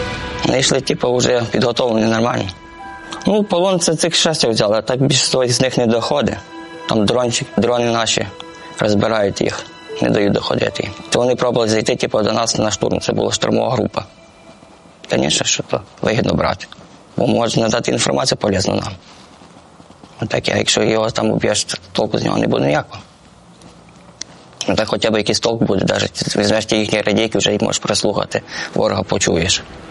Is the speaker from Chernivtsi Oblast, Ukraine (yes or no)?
yes; Zastavna, Chernivtsi Oblast, Ukraine; Сам з Чернівецької області, місто Заставна.